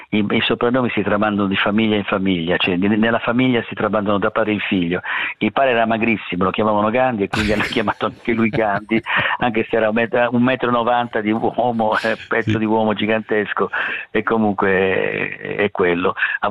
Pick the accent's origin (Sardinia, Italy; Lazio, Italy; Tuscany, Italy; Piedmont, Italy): Sardinia, Italy; io parlo chiaramente da sardo